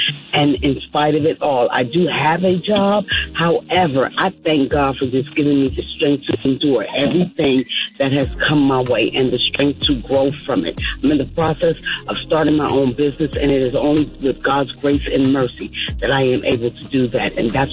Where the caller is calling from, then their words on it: University, Georgia, United States; I'm calling from University, Georgia